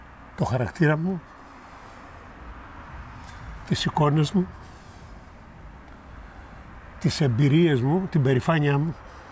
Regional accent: Areopoli, Peloponnese, Greece; moved away as an adult; also born or lived in Athens; Ναι, έχω γεννηθεί εδώ. Έχω περάσει τα παιδικά μου χρόνια και τα σχολικά από το Δημοτικό Σχολείο στη Λάγια και το Γυμνάσιο στην Αρεόπολη και τα υπόλοιπα 10 χρόνια στην Πρωτεύουσα, ναυτικός 10 χρόνια, στα Βαπόρια, στα Ποντοπόρα και παλινώστης στη Μάνη στα 32

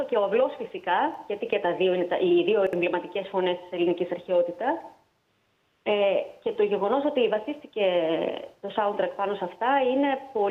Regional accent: Thessaloniki, Central Macedonia, Greece; born there; moved away as an adult; also born or lived in Italy; Μετά πήγα στο μουσικό γυμνάσιο και λύκειο της Θεσσαλονίκης. Οπότε είχα να κάνω με μουσική από πολύ μικρή. Έφυγα στην Ιταλία για να σπουδάσω μουσικολογία.

